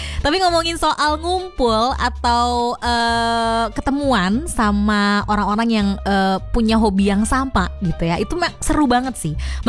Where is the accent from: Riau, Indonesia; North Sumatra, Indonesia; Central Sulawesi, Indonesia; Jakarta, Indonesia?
Jakarta, Indonesia; karena gue Jakbarnya nih Jakbar bagian Kembangan, bagian Puri